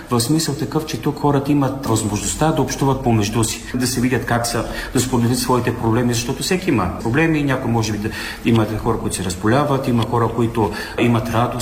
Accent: Damyanitsa, Blagoevgrad Province, Bulgaria; moved away as an adult; also born or lived in Sandanski / Garmen; now in Brussels, Belgium; Роден съм в град Сандански, отрасъл съм в село Дамяница. Завърших основното си образование, но разбира се, между селото Дамяница, което е по поречето на река Струмен, едно хубаво селце, там съм израснал, но и в едно друго село, Гърмен

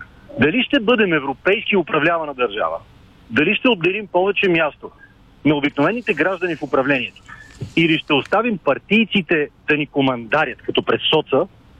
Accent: Western Bulgaria, Bulgaria; accent: Shop, Tran; Аз съм обикновен човек от Западна България. Имам шопски, трънски, леко македонски примес в себе си.

